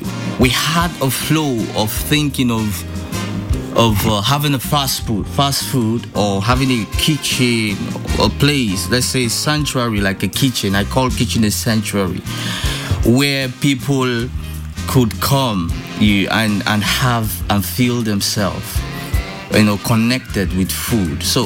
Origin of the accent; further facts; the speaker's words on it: South East Nigeria, Nigeria; now in Slovenia; I am from a region called the southeast, which is popularly known as the Igbo land.